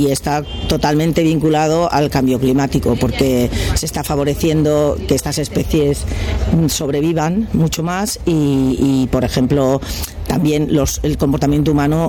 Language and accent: Spanish; Spain; moved away as an adult; now in New York, United States; nosotros somos laboratorios españoles en Estados Unidos.